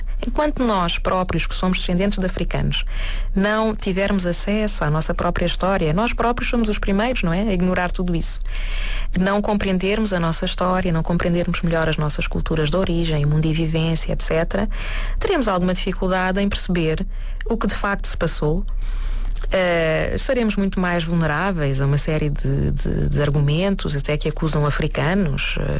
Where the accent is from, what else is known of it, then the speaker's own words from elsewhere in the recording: Lisbon, Portugal; born there; Eu também nasci em Lisboa